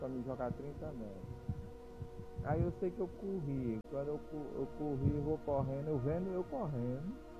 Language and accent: Portuguese; Bahia, Brazil; Rapaz, de graça. Eu tive um sonho, eu sou aqui da Bahia.